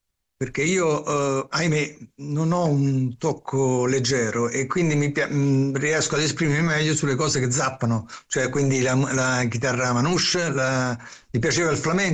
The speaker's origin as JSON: {"language": "Italian", "town": "Savona", "region": "Liguria", "country": "Italy", "said": "Io appunto sono di Savona"}